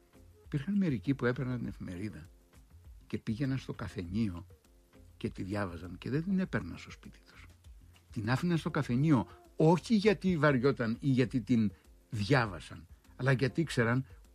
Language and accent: Greek; Crete, Greece; born or raised there